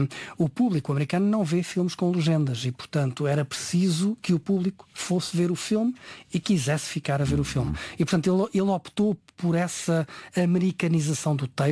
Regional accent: Portugal; Nos portugueses nós estamos muito habituados a ler as legendas

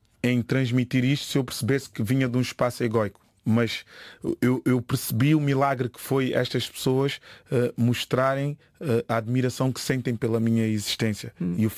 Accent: Santiago, Cape Verde; eu sou do Ojedinho de Santiago e fui em resgate das minhas raízes graças ao

